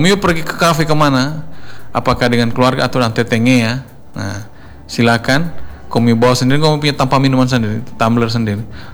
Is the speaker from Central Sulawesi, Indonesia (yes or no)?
yes; Sigi, Central Sulawesi, Indonesia; Sampai saya kadang-kadang, saya lupa lah, apa saya dari Sigi nih.